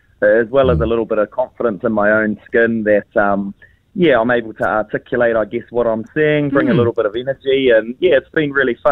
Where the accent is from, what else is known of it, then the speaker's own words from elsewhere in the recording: Manawatū-Whanganui, New Zealand; Growing up in the Manawatu, I was a big Hurricanes fan.